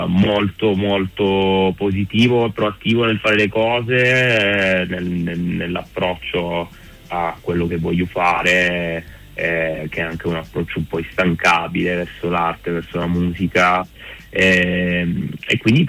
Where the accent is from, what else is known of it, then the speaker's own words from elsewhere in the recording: Reggio Calabria, Calabria, Italy; born there; moved away as an adult; now in Milan, Italy; sono calabrese, sono nato a Reggio Calabria, però vivo a Milano da ormai quasi più di 10 anni.